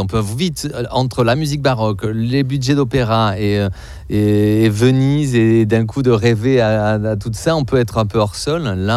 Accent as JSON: {"language": "French", "town": "Marseille", "region": "Provence-Alpes-Côte d'Azur", "country": "France", "said": "je suis marseillais"}